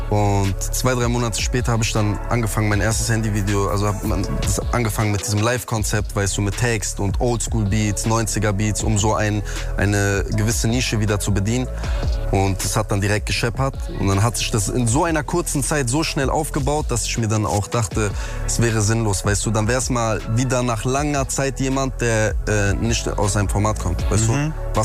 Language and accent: German; North Rhine-Westphalia, Germany; Aber ich komme ja aus NRW, ich komme aus Ding